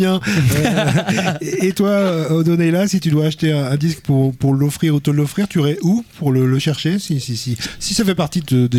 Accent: Rennes, Brittany, France; on est rennais

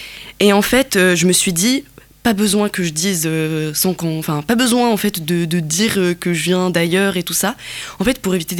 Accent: Kabylie, Algeria; moved away; donc je suis kabyle, j'ai grandi en Algérie et je suis amazir, comme je suis kabyle, et aussi, j'ai vécu la migration, en fait.

